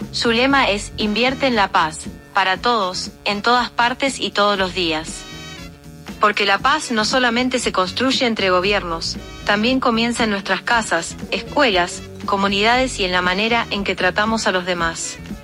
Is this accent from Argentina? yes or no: yes; Argentina; la argentina más mexicana.